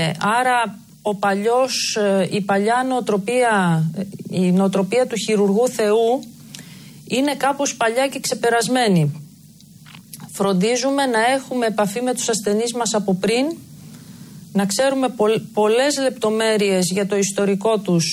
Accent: Thessaloniki, Central Macedonia, Greece; also born or lived in Rhodes / Kosovo / Alexandroupoli; Γεννήθηκα στη Θεσσαλονίκη το 1984.

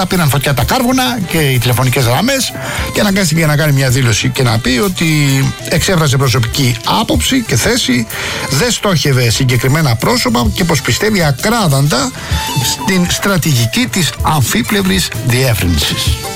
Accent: Rafina, Attica, Greece; Εκεί είπε κάποια πράγματα για τον τόπο μου, για το λιμάνι της Ραφίνας

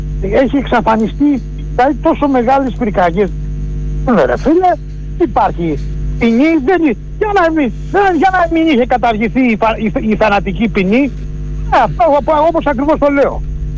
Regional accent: Aigio, Western Greece, Greece; από το Αίγιο.

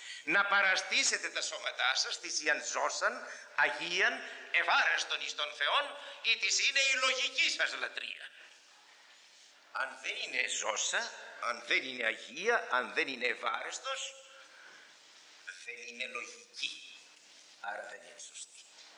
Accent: Greece; επειδή είμαι Έλληνας

